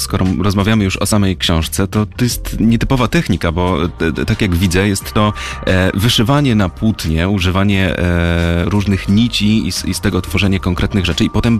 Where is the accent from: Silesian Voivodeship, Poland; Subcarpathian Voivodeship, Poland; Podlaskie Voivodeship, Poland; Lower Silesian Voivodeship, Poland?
Podlaskie Voivodeship, Poland; Bielsk Podlaski; Jesteśmy nawet z tego samego miasta, z Bielska Podlaskiego.